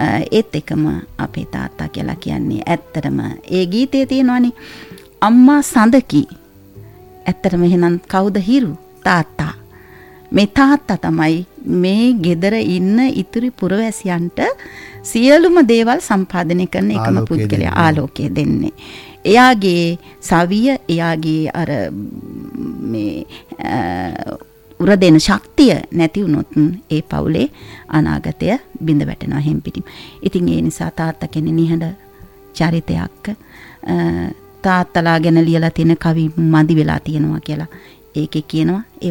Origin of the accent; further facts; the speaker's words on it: Vavuniya, Northern Province, Sri Lanka; born there; also born or lived in Kebithigollewa; මම ඉපදුනේ වවුනියාව හොස්පිටල් එකේ.